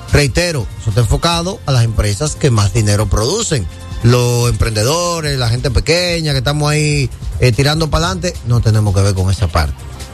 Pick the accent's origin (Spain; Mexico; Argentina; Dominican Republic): Dominican Republic; somos todos dominicanos